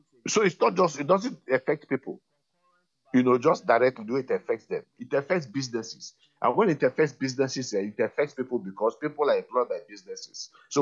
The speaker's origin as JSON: {"language": "English", "country": "Nigeria"}